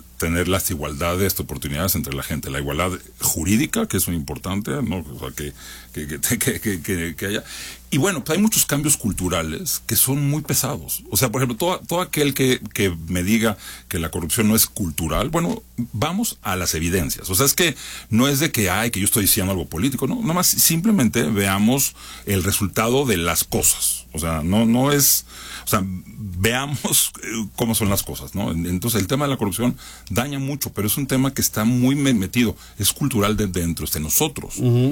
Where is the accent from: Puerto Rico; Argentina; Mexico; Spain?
Mexico; esta fuerza de resistencia que los mexicanos hemos desarrollado a través de los años